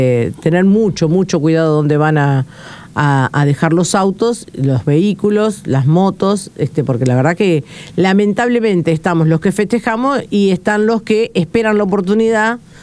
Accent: Turkey; Yo soy turca.

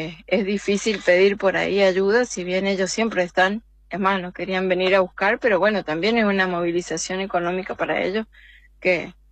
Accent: Argentina

